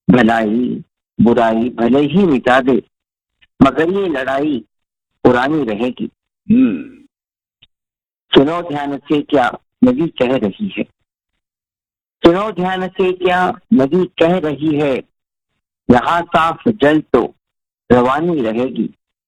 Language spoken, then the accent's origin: Hindi; Indore, Madhya Pradesh, India; moved away as an adult; also born or lived in Ujjain / Ghaziabad; now in Dubai, United Arab Emirates; इंदौर में पला बढ़ा और मेरी शिक्षा उज्जैन में हुई।